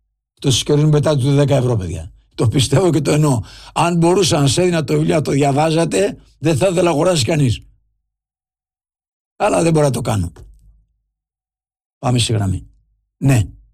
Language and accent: Greek; Lefkada, Ionian Islands, Greece; Κατεβαίνω από τη Λευκάδα, από το χωριό μου, για να πάει κανείς σε αυτό το χωριό που είμαι εγώ, είναι όλο βουνά, έλατα.